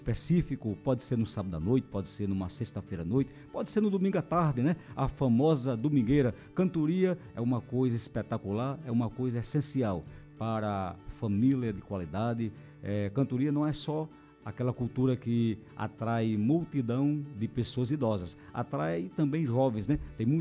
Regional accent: Solânea, Paraíba, Brazil; eu sou de Solânia

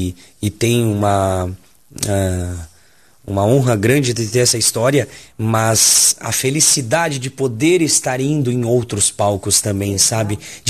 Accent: Caxias do Sul, Rio Grande do Sul, Brazil; Eu sou natural de Caxias do Sul, sou gaúcho.

